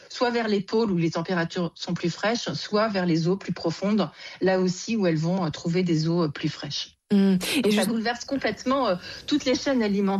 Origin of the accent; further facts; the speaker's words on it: France; chez nous en France